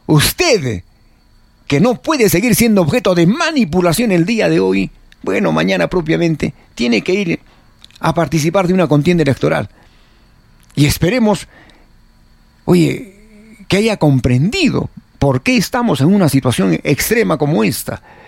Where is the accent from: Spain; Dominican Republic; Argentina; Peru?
Peru; Entendamos lo que hoy enfrentamos los peruanos.